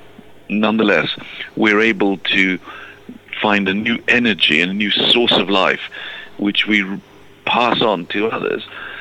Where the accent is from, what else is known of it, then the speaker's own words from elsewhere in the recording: South Africa; moved away as an adult; also born or lived in Cambridge, England; now in London, United Kingdom; I grew up in South Africa, went to university there, studied law and philosophy.